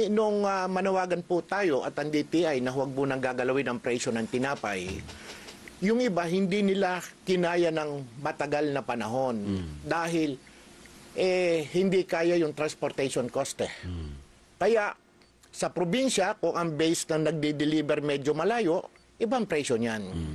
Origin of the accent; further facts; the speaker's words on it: Cuenca, Calabarzon, Philippines; The Bakeries of Cuenca, so many years back is 1,250 bakers na galing sa munting bayan namin.